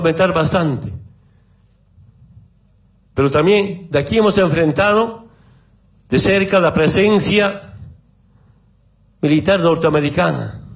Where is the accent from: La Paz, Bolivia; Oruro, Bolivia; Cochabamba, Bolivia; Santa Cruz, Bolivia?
Oruro, Bolivia; Orinoca; Cuando era niño, en Orinoca